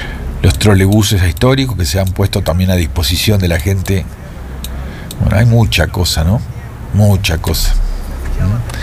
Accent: Uruguay; nuestra identidad como uruguayos

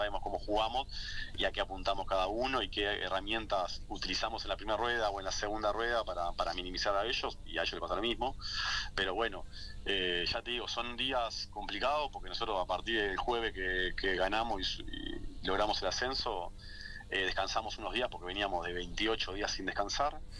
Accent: Montevideo, Uruguay; yo salí de Montevideo, también arranqué en Montevideo como entrenador

